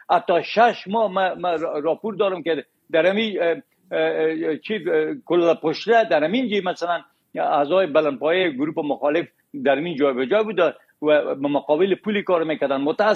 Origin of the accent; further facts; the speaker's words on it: Herat, Afghanistan; ما خود ما که از هرات هستم